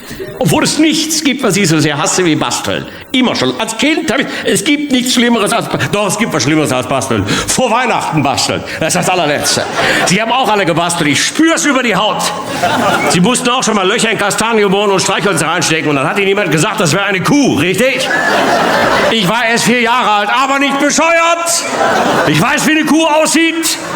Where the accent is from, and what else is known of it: North Rhine-Westphalia, Germany